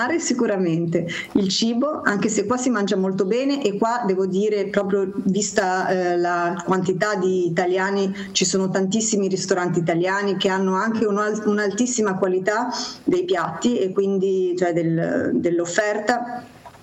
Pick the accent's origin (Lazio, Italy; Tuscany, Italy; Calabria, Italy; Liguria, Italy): Liguria, Italy; Genoa; moved away as an adult; now in Brussels, Belgium; Ti senti a casa quando sei a Genova